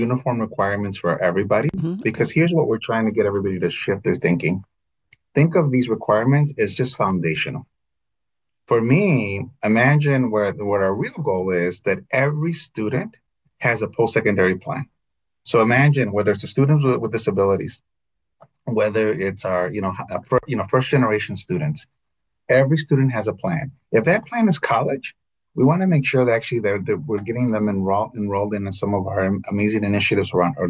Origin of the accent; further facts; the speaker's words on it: Illinois, United States; I was in Texas, I was in Nevada, I was in my home state of Illinois.